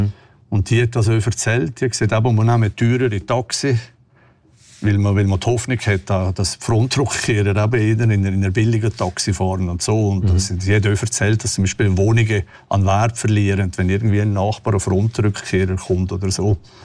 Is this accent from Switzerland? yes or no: yes; Switzerland; ich bin jetzt aus der Schweiz und die Schweiz ist offiziell ein unfreundlicher Staat.